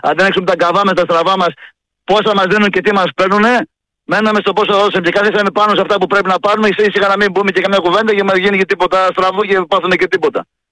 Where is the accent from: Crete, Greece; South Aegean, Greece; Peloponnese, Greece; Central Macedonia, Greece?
Central Macedonia, Greece; Katerini; ένα Κατερινιώτη, ζώδια μου, έχω δρόμο στην Κατερίνα. Η πόλη του Λακούβα, αδερφέ.